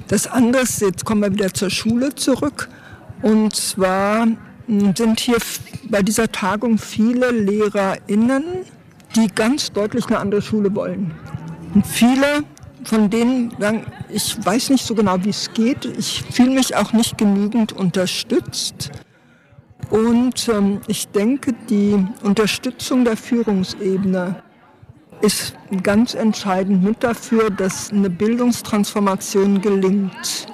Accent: West Germany, Germany; also ich komme aus dem Westen, du kommst auch aus dem Westen

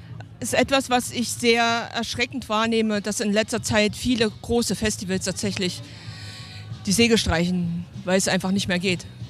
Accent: East Germany, Germany; Also ich bin aus dem Osten.

